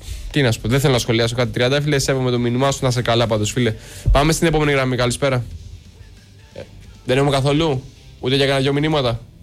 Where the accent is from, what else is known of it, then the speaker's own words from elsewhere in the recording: Edessa, Central Macedonia, Greece; εγώ κατάγομαι από την Έδεσα που είναι δίπλα στη Θεσσαλονίκη